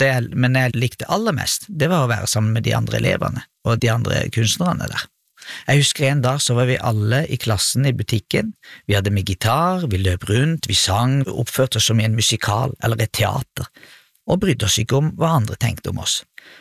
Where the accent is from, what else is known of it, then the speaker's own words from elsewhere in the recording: Kristiansand, Agder, Norway; also born or lived in Trondheim; Jeg vokste opp på Søm, i Kristiansand. Og når jeg sier Søm, så mener jeg hele Søm. Det er et lite sted over Varoboet. Jeg bodde overalt på Søm. 10 plasser faktisk.